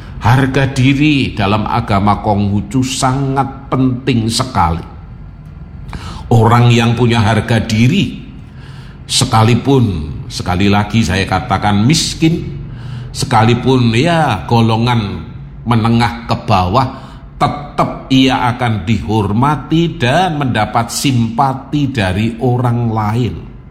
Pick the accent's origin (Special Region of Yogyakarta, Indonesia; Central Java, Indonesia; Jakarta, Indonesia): Central Java, Indonesia; Surakarta; saya dari Solo diminta ke sana.